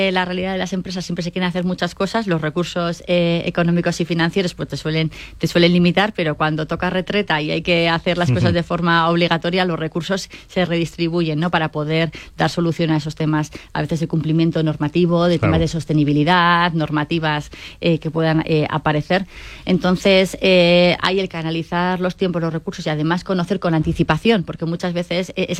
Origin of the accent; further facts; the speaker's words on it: Bilbao, Basque Country, Spain; yo que vengo de Bilbao, tenemos también la delegación norte